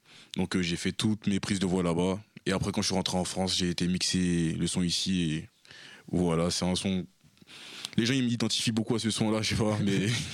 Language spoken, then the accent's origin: French; Côte d’Ivoire; Ouais, forcément, je t'ai dit, je suis ivoirien, donc il y a foy, on peut parler en nouchi si tu veux.